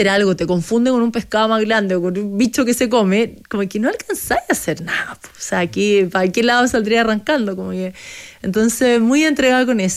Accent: Chile; Creo que obviamente para mí como chilena, Antártica tiene todo que ver con nuestros, no sé, nuestras raíces

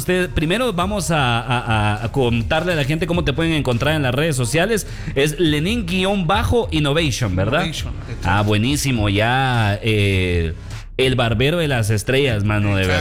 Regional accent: Mixco, Guatemala Department, Guatemala; yo también, yo soy misqueño

